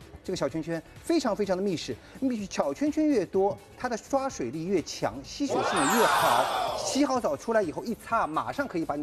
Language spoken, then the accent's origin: Chinese; Shanghai, China; 414作为一个中华老字号，也是作为我们上海人的骄傲